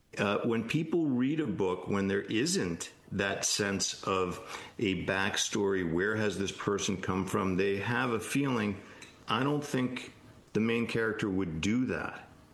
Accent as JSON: {"language": "English", "town": "Newburyport", "region": "Massachusetts", "country": "United States", "tie": "born or raised there", "said": "Happens to be my hometown, Newburyport, Mass."}